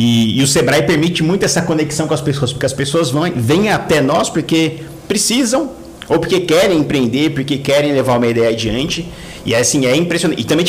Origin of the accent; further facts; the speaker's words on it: São Paulo, Brazil; moved away as an adult; now in Morungaba, Brazil; Então, nasci e cresci na Penha.